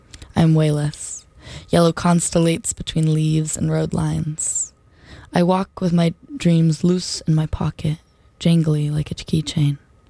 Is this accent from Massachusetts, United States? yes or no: no; Nashville, Tennessee, United States; first heard on my hometown radio station in Nashville.